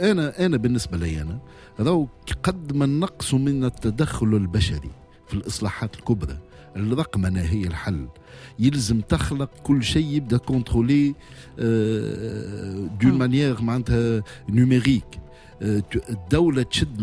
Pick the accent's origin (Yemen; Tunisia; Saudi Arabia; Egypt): Tunisia; نحن كدوله تونسيه